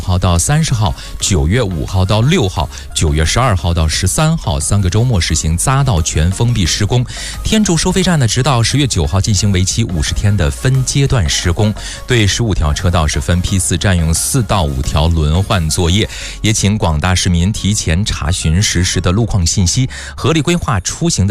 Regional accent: Beijing, China; 东到平谷新城，也就是我老家啊

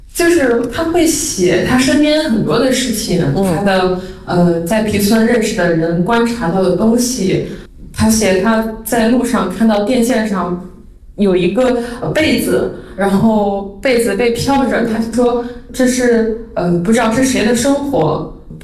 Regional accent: Shandong, China; now in Beijing, China; 因为我是山东人，我们鲁豫大地都是这样

